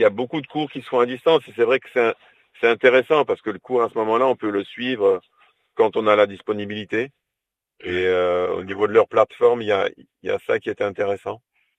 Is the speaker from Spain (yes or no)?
no; Montpellier, Occitanie, France; nous, au niveau des paroisses, même qu'on est de Montpellier, hein